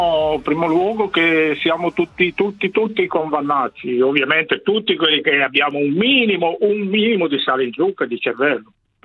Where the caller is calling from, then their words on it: Piedmont, Italy; io essendo piemontese